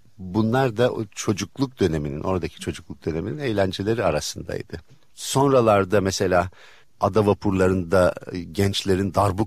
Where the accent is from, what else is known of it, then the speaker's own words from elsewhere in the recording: Istanbul, Turkey; Vallahi çocukluğum farklı muhitlerde geçti. Bir Levanten İstanbul diyebileceğimiz Kurtuluş, Sinemköy, Tepeüstü.